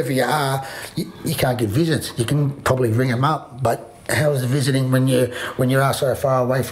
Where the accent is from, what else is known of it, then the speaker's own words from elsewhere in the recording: Sydney, New South Wales, Australia; I'm from Sydney, and I've got friends in Sydney